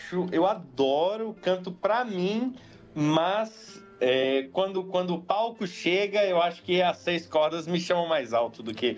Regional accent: Prados, Minas Gerais, Brazil; moved away as an adult; also born or lived in São João del Rei; now in United States; eu sou do interior de Minas Gerais, eu nasci numa cidade que chama São João del Rei, cresci numa cidadezinha ao lado que chama Prados, e comecei música como todo mundo da cidade. É uma cidade muito ativa, culturalmente rica, que acontece muita coisa

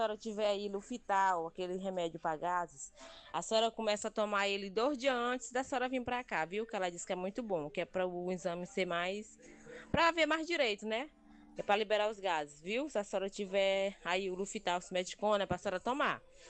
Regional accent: Alto Alegre do Pindaré, Maranhão, Brazil; sou de Alto Alegre, do Pindaré.

